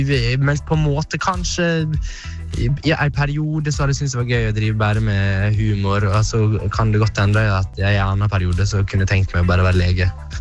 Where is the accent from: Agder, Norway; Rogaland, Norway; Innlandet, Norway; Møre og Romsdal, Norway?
Møre og Romsdal, Norway; Herøy; Nei, jeg kommer fra Herøy på Sunnmøre.